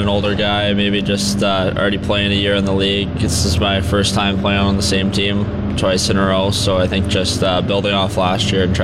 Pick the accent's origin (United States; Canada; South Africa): Canada; British Columbia; moved away; getting to play in my hometown